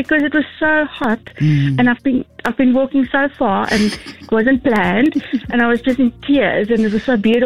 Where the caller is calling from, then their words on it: Johannesburg, Gauteng, South Africa; I'm from Joburg.